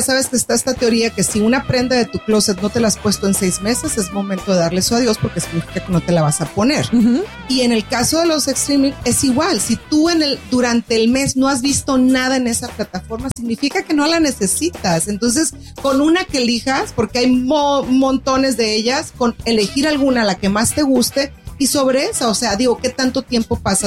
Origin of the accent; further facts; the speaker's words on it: Mexico; moved away; soy mexicana y ranchera